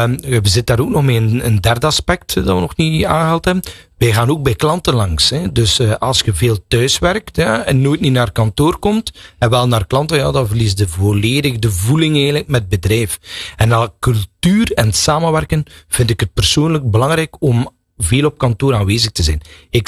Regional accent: Belgium; wij als Belgen

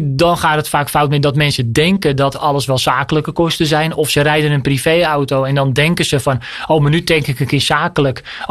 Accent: North Holland, Netherlands

